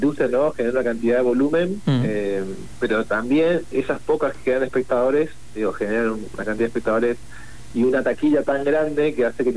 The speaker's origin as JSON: {"language": "Spanish", "country": "Argentina", "said": "de lo que nos compone como argentinos, como provincianos."}